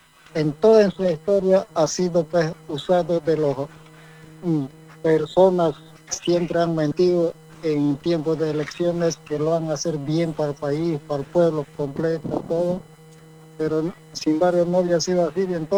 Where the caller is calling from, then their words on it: Bolivia; los ciudadanos como bolivianos